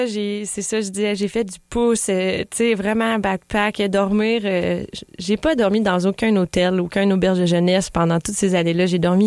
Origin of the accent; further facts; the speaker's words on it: Canada; on était 4 filles canadiennes